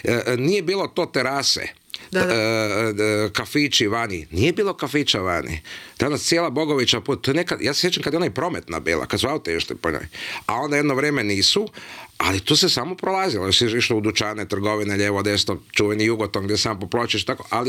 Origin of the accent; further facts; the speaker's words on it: Zagreb, City of Zagreb, Croatia; ja sam u Sigetu odrastao, tu sam rođen u centru, na Medveščaku